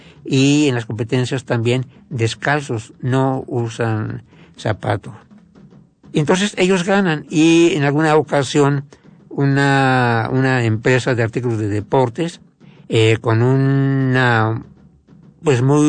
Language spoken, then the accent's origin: Spanish; Mexico; siendo mexicanos, viviendo en México